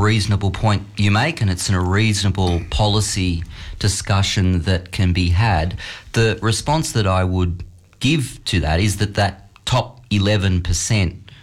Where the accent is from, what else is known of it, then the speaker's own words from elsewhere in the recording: Sydney, New South Wales, Australia; Cogra, not far from where I grew up in Sydney